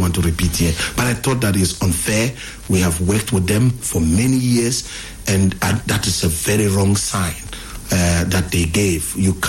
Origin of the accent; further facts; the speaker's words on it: Bolgatanga, Upper East, Ghana; I grew up in Bolga for that matter.